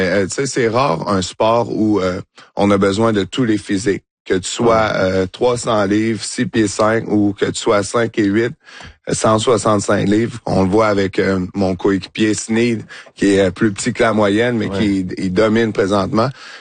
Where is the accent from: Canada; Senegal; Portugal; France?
Canada; Quebec; en tant que Québécois de faire partie des Alouettes de Montréal.